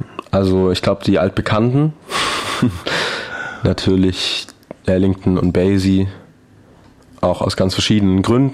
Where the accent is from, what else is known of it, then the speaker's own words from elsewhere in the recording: Hechingen, Baden-Württemberg, Germany; ich komme ja aus dem Zollernalbkreis, aus Hechingen und komme da eigentlich so aus der Blasmusik.